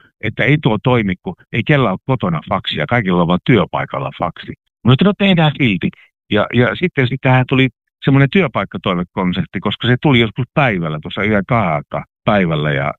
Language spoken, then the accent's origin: Finnish; Oulu, North Ostrobothnia, Finland; accent: North Ostrobothnian dialect; also born or lived in Raahe; Mä oon syntynyt Raahessa ja kasvanut Pohjois-Pohjanmaalla ja Oulussa ja mummalla on ollut ihan niin lumivettässä, jossa puhutaan niin kuin just sillä tavalla, kun Pohjois-Pohjanmaalla puhutaan.